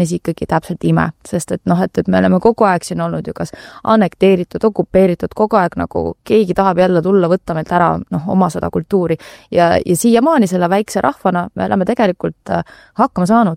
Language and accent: Estonian; Tallinn, Harju County, Estonia; Lasnamäel kasvasin ülesse, õppisin Tallinna Kuristiku gümnaasiumis